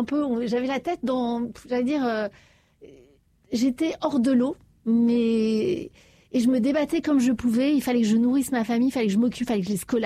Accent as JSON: {"language": "French", "town": "Paris", "region": "Île-de-France", "country": "France", "said": "vous savez, moi je suis parisienne, on râle beaucoup, les gens sont pas sympas parfois dans le métro."}